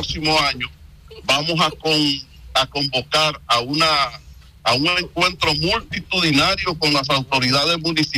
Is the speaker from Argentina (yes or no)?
no; Dominican Republic